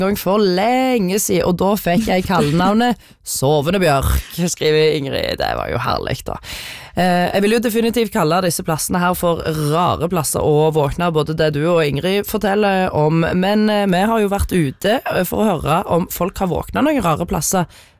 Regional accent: Gjesdal, Rogaland, Norway; Jeg er fra Gjesdal, da er det Gjesdalbu.

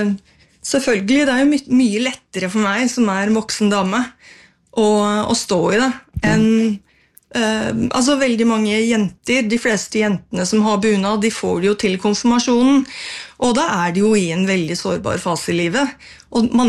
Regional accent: Geilo, Buskerud, Norway; med de bunadene som kommer fra hjemstedet mitt.

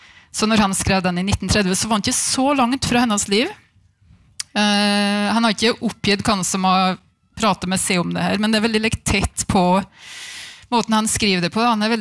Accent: Vinstra, Innlandet, Norway; Kvam-området og Vinstra der jeg er fra.

